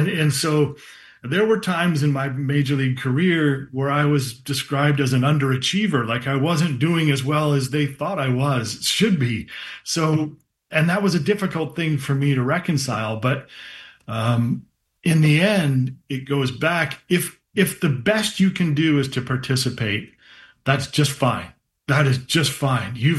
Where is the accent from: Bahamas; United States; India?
United States; Flint, Michigan; the spirit of my hometown in Flint, Michigan